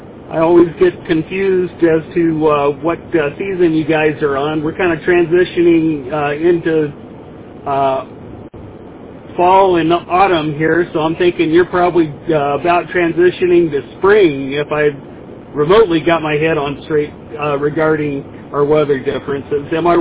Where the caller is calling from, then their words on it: Boise, Idaho, United States; I'm hailing from Boise, Idaho.